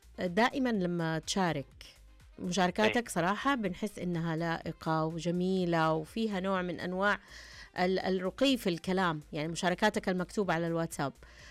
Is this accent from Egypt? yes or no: no; Mecca, Makkah Province, Saudi Arabia; born there; moved away; من مكة. الله، تعرف انه انا اصلا كنت صغيرة عايشة في مكة.